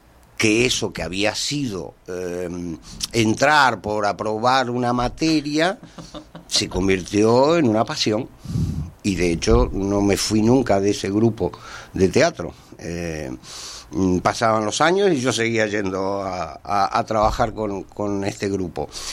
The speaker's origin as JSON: {"language": "Spanish", "region": "Buenos Aires", "country": "Argentina", "tie": "born or raised there", "also_born_or_lived": "San Rafael, Mendoza, Argentina", "moved": "yes", "said": "Yo nací en la ciudad de Mendoza, en la provincia de Mendoza, en la ciudad de San Rafael, pero teniendo yo un año, la familia se trasladó a Buenos Aires, con lo cual me crié en Buenos Aires. De hecho, Mendoza la conocí ya con 18, 19 años."}